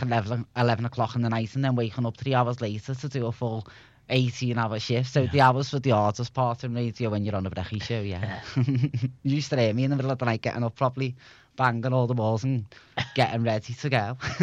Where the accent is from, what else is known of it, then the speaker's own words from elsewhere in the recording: Liverpool, North West England, United Kingdom; they loved the fact that I was from Liverpool. Being a Scouser in Asia, in China especially, I'm telling you now, you get treated like royalty.